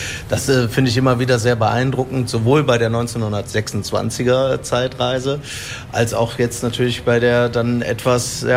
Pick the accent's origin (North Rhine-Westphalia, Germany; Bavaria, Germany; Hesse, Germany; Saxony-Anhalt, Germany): North Rhine-Westphalia, Germany; Cologne; wenn man in dieser Stadt hier groß geworden ist, die ganzen Orte kennt